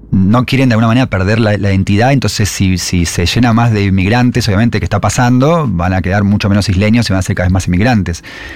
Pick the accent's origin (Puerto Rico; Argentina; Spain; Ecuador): Argentina; la sensación mía de ser argentino